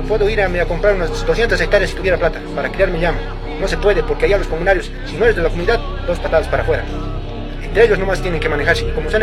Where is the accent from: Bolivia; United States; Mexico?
Bolivia; Altiplano; somos nosotros, los collas del altiplano.